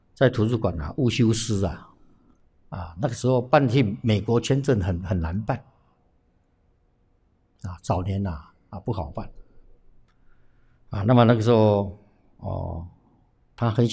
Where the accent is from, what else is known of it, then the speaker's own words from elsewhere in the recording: Taiwan; 我们台湾这边